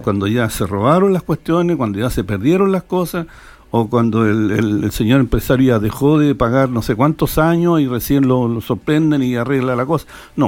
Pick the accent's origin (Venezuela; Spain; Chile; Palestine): Chile; estamos en Chile, somos chilenos.